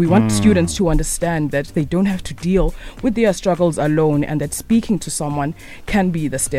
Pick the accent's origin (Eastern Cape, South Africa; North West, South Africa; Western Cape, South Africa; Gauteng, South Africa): Eastern Cape, South Africa; moved away as an adult; now in Limpopo, South Africa; Eastern Cape.